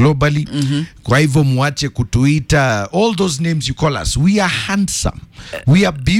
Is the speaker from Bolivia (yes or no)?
no; Kenya; As Kenyan men